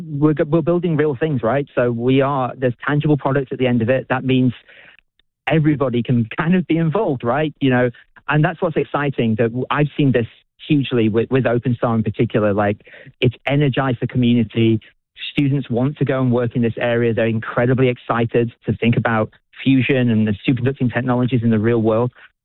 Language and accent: English; United Kingdom; now in New Zealand